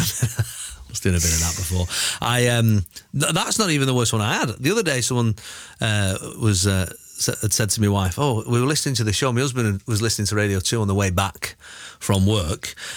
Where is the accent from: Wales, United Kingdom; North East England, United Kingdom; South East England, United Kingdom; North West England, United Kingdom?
North West England, United Kingdom; Liverpool; So, I'm a comedian from Liverpool.